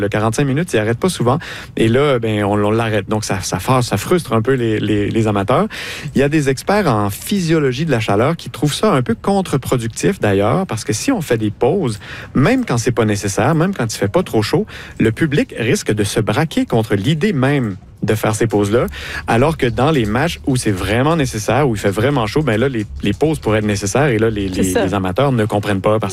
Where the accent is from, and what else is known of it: Quebec, Canada